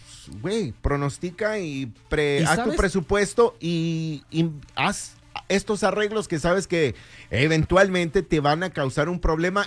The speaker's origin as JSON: {"language": "Spanish", "country": "Mexico"}